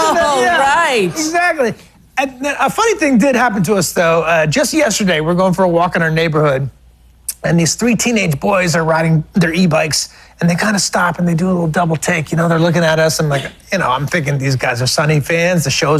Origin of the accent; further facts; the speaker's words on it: New England, United States; I'm from New England